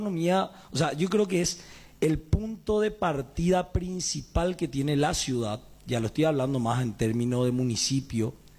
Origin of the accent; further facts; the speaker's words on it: Asunción, Paraguay; yo soy asunceno